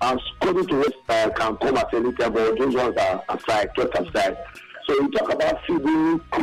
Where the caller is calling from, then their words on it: Ekosodi, Edo, Nigeria; I'm calling from Ekosodi.